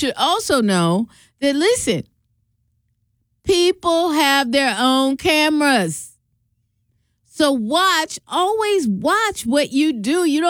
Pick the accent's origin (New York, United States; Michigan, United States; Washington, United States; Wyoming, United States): Washington, United States; Seattle; I'm from Seattle, Washington.